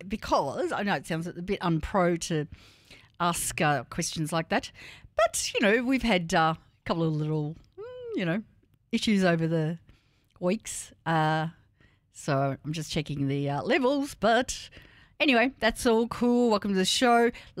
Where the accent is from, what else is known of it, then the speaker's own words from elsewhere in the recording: New Zealand; I'm someone a Kiwi from Kiwiland.